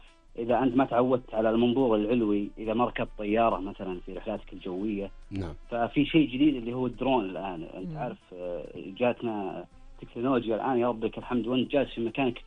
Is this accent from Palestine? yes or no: no; Shaqra, Riyadh Province, Saudi Arabia; خاصة في ديرتنا هنا في الوشم، خاصة في شقرة